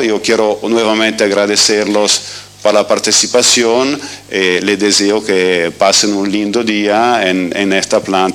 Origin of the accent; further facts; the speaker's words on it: Italy; Spanish is a second language; moved away; yo llego de Italia, soy italiano